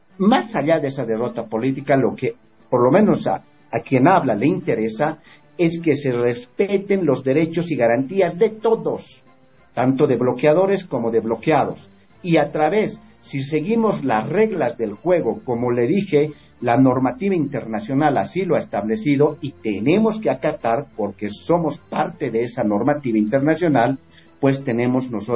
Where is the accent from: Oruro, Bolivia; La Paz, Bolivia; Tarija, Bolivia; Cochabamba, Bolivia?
Oruro, Bolivia; yo soy de Oruro